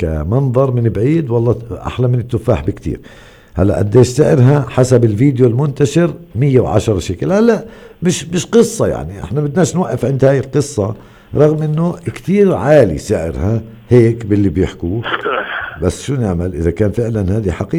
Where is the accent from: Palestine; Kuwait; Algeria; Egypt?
Palestine; West Bank; في واحدة من أسواق الخضار عندنا بالضفة الغربية